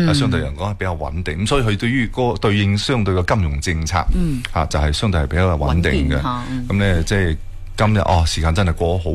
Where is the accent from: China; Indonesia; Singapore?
China; Foshan, Guangdong; 以前我哋即系以传统嘅禅城区啊，可能佛山人咧